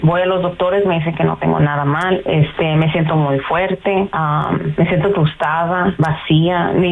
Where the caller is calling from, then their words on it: Aurora, United States; soy de aquí de Aurora.